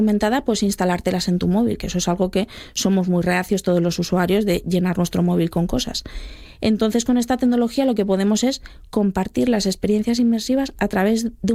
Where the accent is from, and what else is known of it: Asturias, Spain